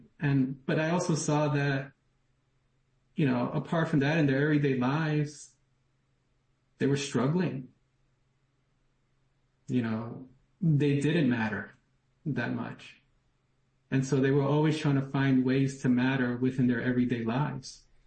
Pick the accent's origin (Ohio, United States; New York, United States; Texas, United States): New York, United States; New York City; And I was from New York City. I was an outsider.